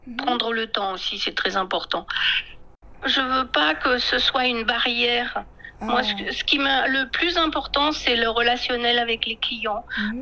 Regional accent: France

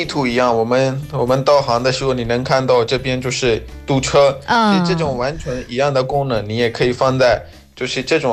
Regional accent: Pakistan; 感谢大家收听，我是来自巴基斯坦的

